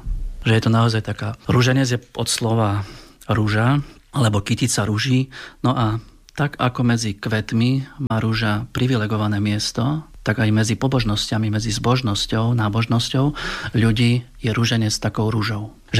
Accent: Žilina Region, Slovakia; Pochádzam z Oravy. A tam sa nediskutovalo o tom, že či sa chcem modliť, či sa nechcem.

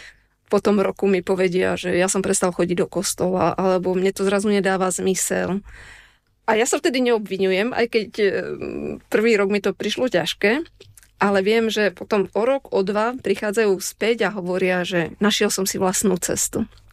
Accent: Ludrová, Žilina Region, Slovakia; moved away; je to moja rodná dedina, ale je tam proste srdce, korene. Moji prarodičia pochádzajú z tej dediny a som tam zakorenená.

